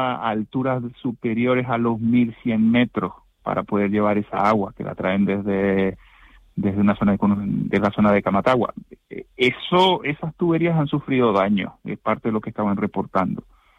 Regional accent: Venezuela; moved away

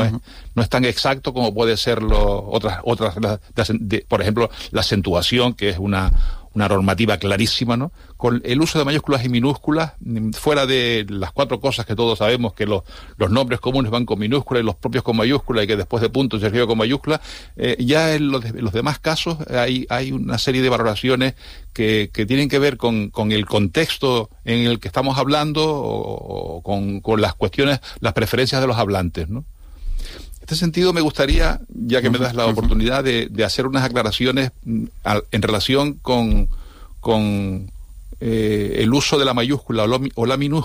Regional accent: Canary Islands, Spain

